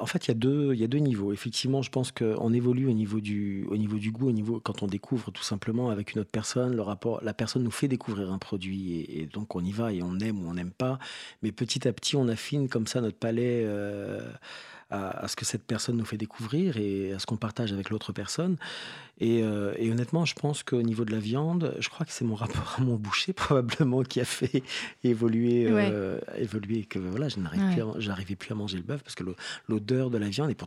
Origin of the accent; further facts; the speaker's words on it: Réunion; now in France; Quand j'ai quitté La Réunion, je suis venu travailler en Île-de-France.